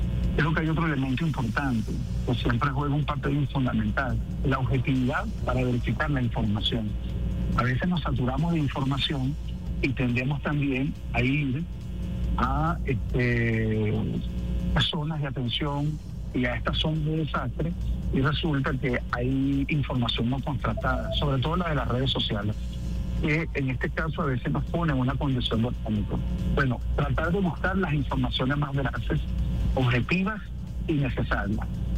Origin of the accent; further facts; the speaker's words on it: Venezuela; ese abrazo como una sola familia, como somos los venezolanos.